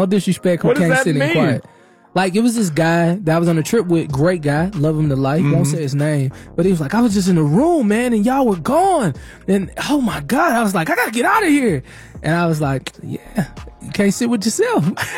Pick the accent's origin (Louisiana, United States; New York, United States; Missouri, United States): Missouri, United States; St. Louis; I could have hit him with the right there, because I am from St. Louis.